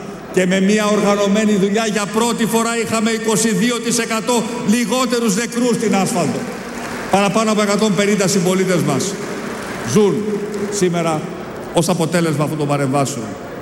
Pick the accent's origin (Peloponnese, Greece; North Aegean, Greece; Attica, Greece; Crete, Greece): Crete, Greece; Ο τόπος μου, η Κρήτη